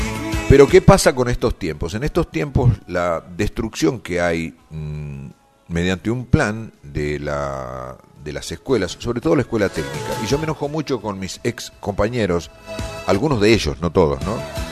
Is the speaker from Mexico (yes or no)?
no; Argentina